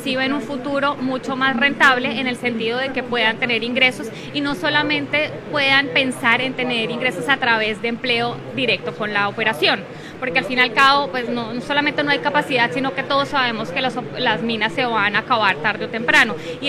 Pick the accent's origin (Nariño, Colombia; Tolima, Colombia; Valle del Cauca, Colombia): Valle del Cauca, Colombia; Cali; moved away as an adult; now in Montelíbano, Colombia; yo de Montelíbano no soy. Yo no soy oriunda de Montelíbano, yo soy oriunda de Cali y en el tema gastronómico tengo todavía el corazoncito caleño.